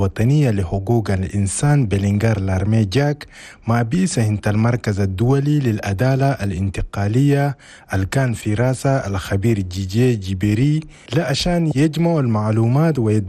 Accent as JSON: {"language": "Arabic", "country": "Chad"}